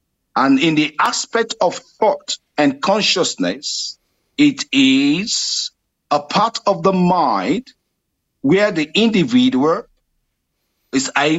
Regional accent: Nigeria; now in Australia; Okay, I'm originally from Nigeria.

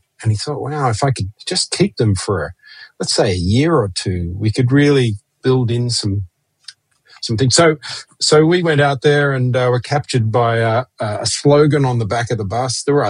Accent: Sydney, New South Wales, Australia; I liken teacher training in Sunday school in the system that we grew up in Sydney.

